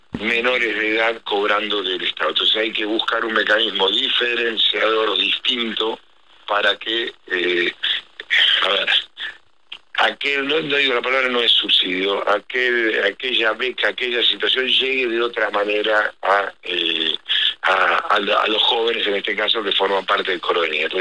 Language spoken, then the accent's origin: Spanish; Argentina; este gigante que somos los argentinos